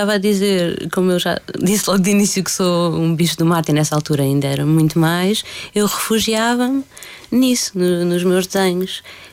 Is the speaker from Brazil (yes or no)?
no; Lisbon, Portugal; also born or lived in Rifana (near Cartaxo/Rio Maior); Eu, apesar de ter vivido sempre em Lisboa, tecnicamente não nasci em Lisboa, nasci numa aldeia chamada Rifana, mas que não é uma das Rifanas que as pessoas conhecem, não é do Algarve nem nada. É um sítio ao pé do Cartaz, mais ou menos entre o Cartaz e Rio Maior.